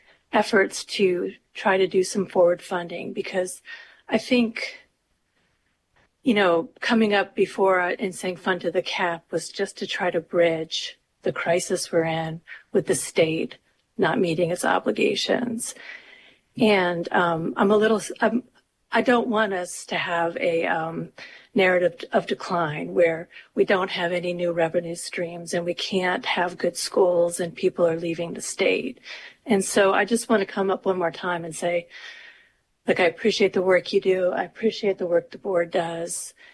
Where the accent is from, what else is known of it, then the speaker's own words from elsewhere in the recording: Soldotna, Alaska, United States; from Soldotna